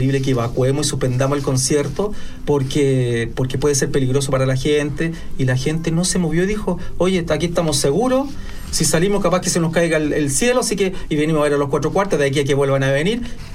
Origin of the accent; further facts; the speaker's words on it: Santiago, Santiago Metropolitan Region, Chile; uno santiaguino, acostumbrado a mirarse el ombligo